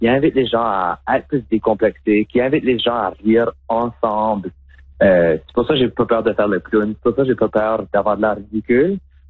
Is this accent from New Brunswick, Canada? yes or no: yes; Moncton, New Brunswick, Canada; now in Montreal, Canada; on s'est affirmé comme drag queen acadienne